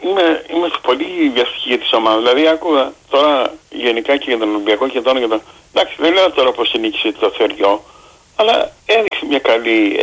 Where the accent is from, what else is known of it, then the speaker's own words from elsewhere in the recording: Chania, Crete, Greece; Εγώ είμαι από Χανιά.